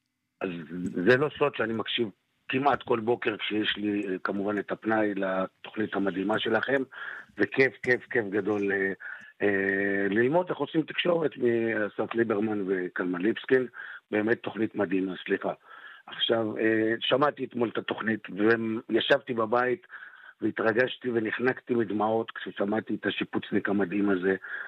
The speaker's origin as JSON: {"language": "Hebrew", "town": "Kiryat Shmona", "region": "Northern District", "country": "Israel", "tie": "born or raised there", "said": "אנחנו גדלנו בדור, במקום, בקריית שמונה, כן, שלא כל המשפחות האלה הם כסף לקנות חולצה בחנות"}